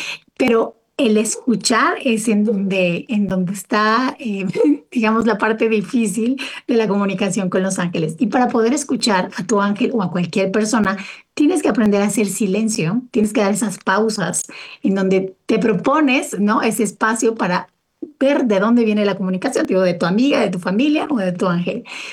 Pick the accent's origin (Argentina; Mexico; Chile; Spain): Mexico; quienes crecimos en México